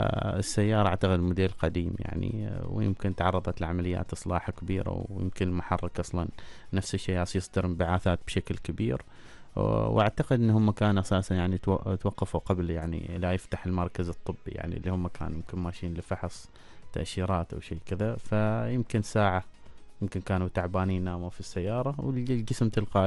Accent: Oman; نحن عندنا في عمان هنا

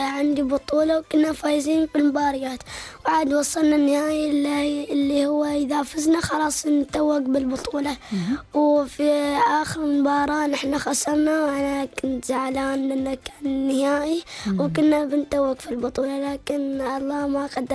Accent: Oman; لأن أنا عماني وافتخر.

